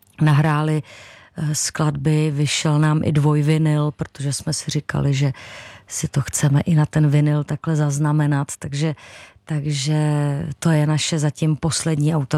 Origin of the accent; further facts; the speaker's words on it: Hradec Králové, Hradec Králové Region, Czechia; moved away; jsme rodáci z Hradce Králové, včetně mě.